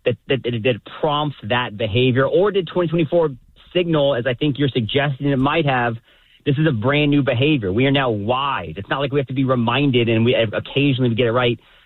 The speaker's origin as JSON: {"language": "English", "region": "Florida", "country": "United States", "said": "that Angie Nixon, that crazy DSA candidate from my home state of Florida"}